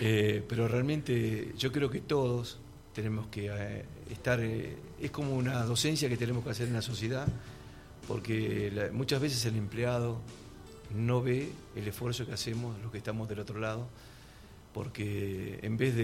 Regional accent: Argentina; now in Cipolletti, Argentina; yo soy de Buenos Aires, pero hace 44 años que estoy acá, y antes estaba en el cemento, en el hormigón, y hoy en día estoy rodeado de chacras

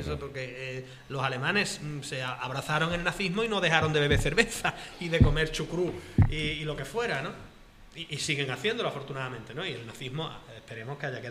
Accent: Spain

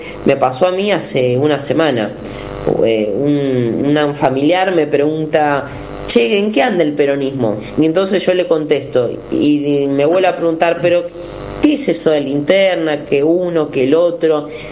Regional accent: Buenos Aires, Argentina; quienes somos porteños y del área metropolitana de Buenos Aires

